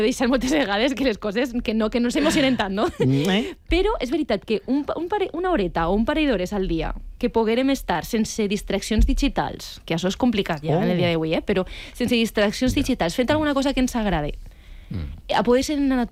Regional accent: Vilamarxant, Valencian Community, Spain; Sí, a mi em passa quan jo soc de Vilamarxant, crec que ho he dit alguna vegada, tu pares en el teu cotxe a Vilamarxant a l'avinguda principal i no passa res.

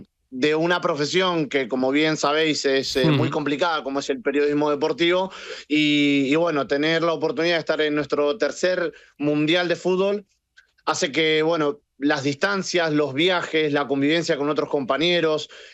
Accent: Argentina; como argentino que soy, como periodista que soy

